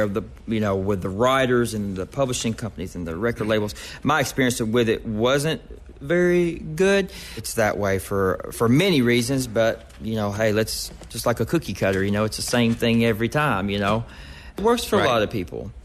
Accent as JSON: {"language": "English", "region": "Kentucky", "country": "United States", "tie": "born or raised there", "said": "And that's the way I grew up in Kentucky doing it"}